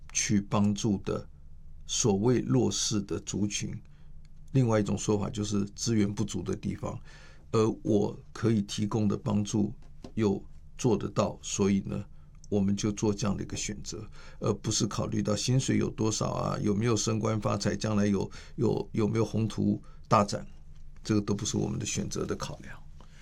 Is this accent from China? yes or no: no; Taipei, Taiwan; 我是一个台北出生台北长大的小孩